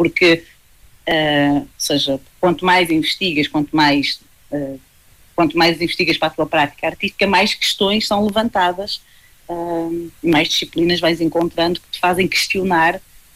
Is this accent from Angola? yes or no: no; Vila Nova de Famalicão, Norte, Portugal; eu sou de Vila Nova de Famalicão, ou seja, de muito perto de Braga